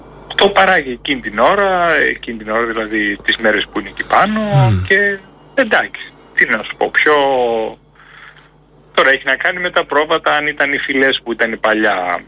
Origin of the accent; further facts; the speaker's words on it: Greece; γιατί είναι μακριά, είναι καμιά ώρα από το χωριό μου.